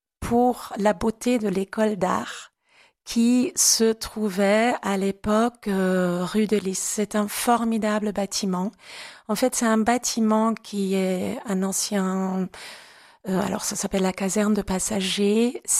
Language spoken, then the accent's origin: French; Germany; accent: German; French is a second language; now in Avignon, France; j'ai un accent allemand. Je suis d'origine allemande